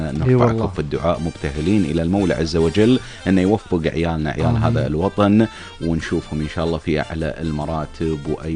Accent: Kuwait

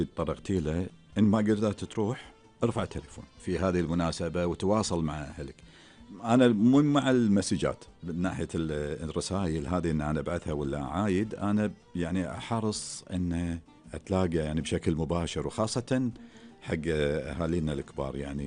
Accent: Kuwait

